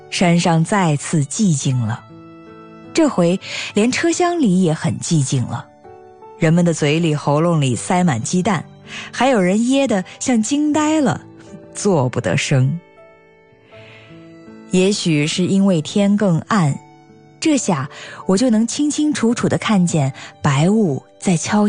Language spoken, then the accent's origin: Chinese; Sichuan, China; 我从小在魏民巷草市街一带长大，南棍见得多，对北棍完全